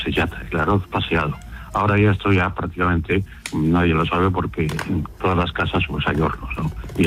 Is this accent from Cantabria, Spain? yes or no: no; Valencian Community, Spain; Porque yo soy valenciano también.